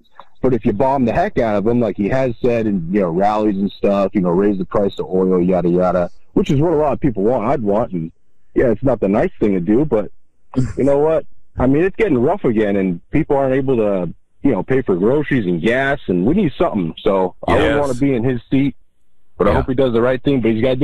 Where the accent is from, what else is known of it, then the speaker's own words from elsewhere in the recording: California, United States; moved away as an adult; I'm from California. I retired and I left and I went to the Midwest.